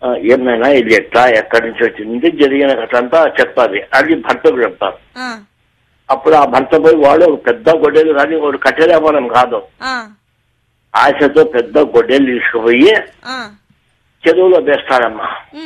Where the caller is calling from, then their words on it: Kadapa, Andhra Pradesh, India; నేను కడప నకాశ్రీ నుండి